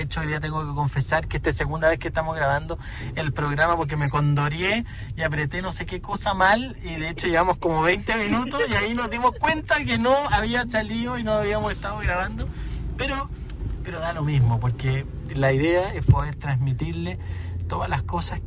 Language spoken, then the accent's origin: Spanish; Iquique, Tarapacá, Chile; yo como buen iquiqueño, con harto frío